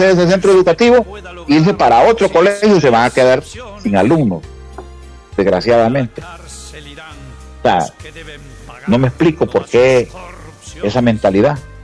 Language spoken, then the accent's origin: Spanish; Sulaco, Yoro, Honduras; born there; Y yo soy el hombre más orgulloso por decir que soy sulaqueño